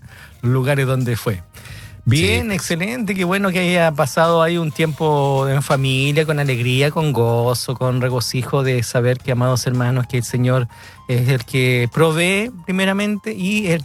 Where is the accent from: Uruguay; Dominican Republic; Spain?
Uruguay; now in Machalí, Chile; soy uruguayo, hoy estoy tomando un mate, hoy estoy libre, tuve que hacer unos exámenes. Saludo a mi esposa Raquel, estamos aquí en Machalí, así que saludos mi hermano Antonio, desde Uruguay, aquí en Chile